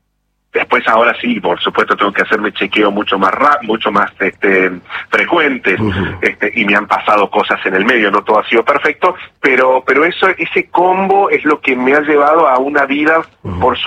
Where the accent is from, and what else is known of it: Río Cuarto, Córdoba, Argentina; born or raised there